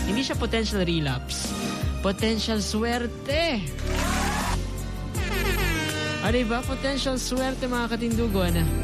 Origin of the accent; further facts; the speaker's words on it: Malilipot, Bicol Region, Philippines; most especially here in Tabaco City, in my hometown, Manilipat, Albay.